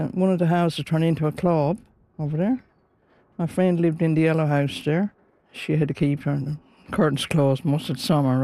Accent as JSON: {"language": "English", "town": "Brigus", "region": "Newfoundland and Labrador", "country": "Canada", "tie": "born or raised there", "lives_now": "Cape Royal, Canada", "said": "I grew up right here in Brickus, just in here behind the center, the fishing stage there."}